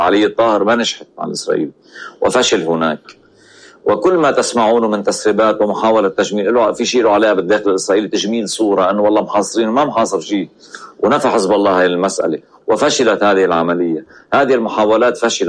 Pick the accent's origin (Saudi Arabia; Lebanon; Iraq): Lebanon; كلبنانيين وكشعب لبناني